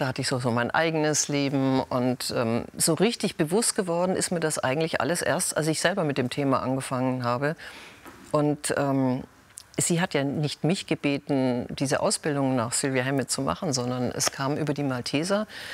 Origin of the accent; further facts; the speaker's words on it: Bavaria, Germany; weil meine Mutter ist ja sehr früh aus Schweden weg und hat dann meinen Vater kennengelernt. Und wir sind ja in Deutschland groß geworden.